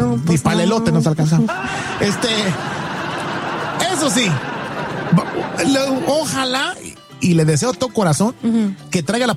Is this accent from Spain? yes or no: no; Mexico; now in United States; Exactamente, como buenos mexicanos.